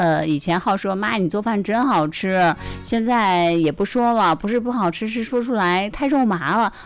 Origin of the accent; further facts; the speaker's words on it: China; 我们中国人的问候